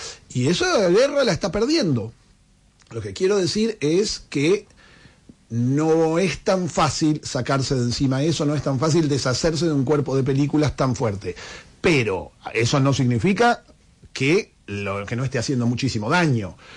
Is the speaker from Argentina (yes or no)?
yes; Argentina